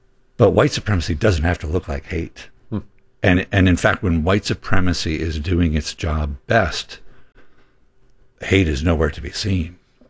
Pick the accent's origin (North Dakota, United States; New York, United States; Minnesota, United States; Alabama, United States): Minnesota, United States; Minneapolis; my hometown of Minneapolis, Minnesota.